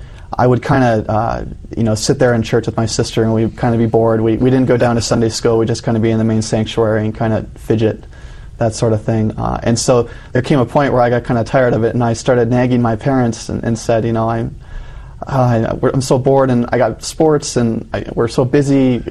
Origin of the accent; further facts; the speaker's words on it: Minnesota, United States; also born or lived in Michigan; when I was about five, we were living in the upper peninsula of Michigan, and we moved to Minnesota.